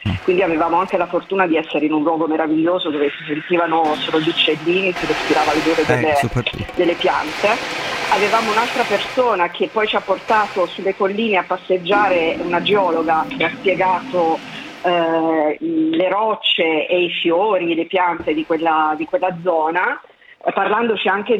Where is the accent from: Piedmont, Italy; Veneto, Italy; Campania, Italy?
Campania, Italy; Agropoli; perché io sono originaria del sud di Agropoli, cioè il Salerno